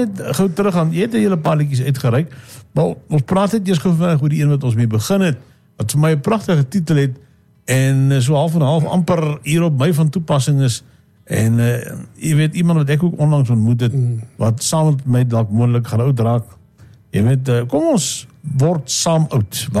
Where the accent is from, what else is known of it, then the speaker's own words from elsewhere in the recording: Northern Cape, South Africa; moved away; ek het daar gaan blijven my hele leven lang, apper, ek is weg uit die Noordkap, dan moet ek baie mooi dink, ek dink die jaar 1984, 85.